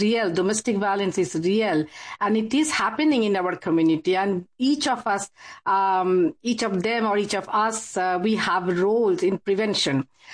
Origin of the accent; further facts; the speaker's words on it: India; moved away; as you announced already, and I came from India about 30 years ago